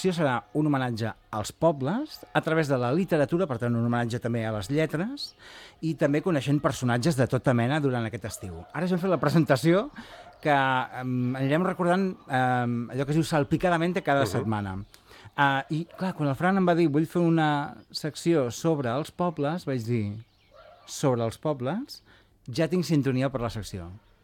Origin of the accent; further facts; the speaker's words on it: Gironella, Catalonia, Spain; born there; jo en tinc més d'un. Mira, jo tinc el que vaig néixer, que és Gironella, el Berguedà, que és poble.